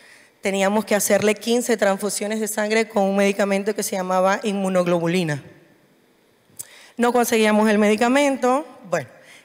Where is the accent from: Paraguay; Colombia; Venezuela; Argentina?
Venezuela; Yo vengo de Venezuela.